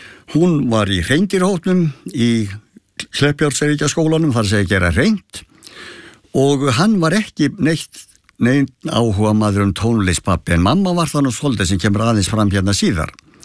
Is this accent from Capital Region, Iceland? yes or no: no; Miðfossar, Western Region, Iceland; also born or lived in Hamrar, Reykholtsdalur; Já, ég er fæddur á Miðfossum í Andakíl og bjóð var þar hér með pappa og mömmu til 65 þegar pappi bara búið þar og flutti upp að Hömrum í Reykjálsdal